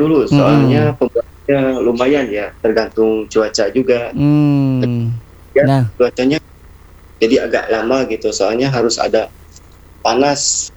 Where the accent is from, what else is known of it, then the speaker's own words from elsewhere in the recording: Singaparna, West Java, Indonesia; Iya, saya dari Galunggungnya Pak, Singaparna.